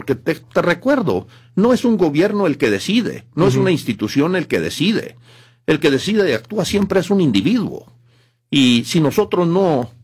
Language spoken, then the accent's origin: Spanish; Chihuahua, Mexico; born there; pues yo nací en Chihuahua y pues realmente me considero mexicano.